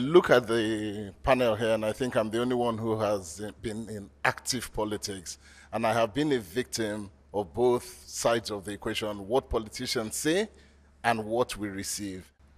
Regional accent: Nigeria; I have opened offices in many countries as a Nigerian

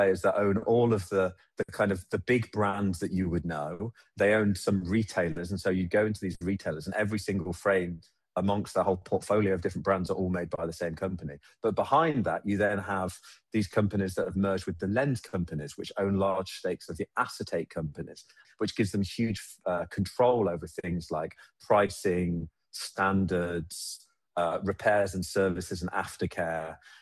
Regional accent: England, United Kingdom; growing up in England

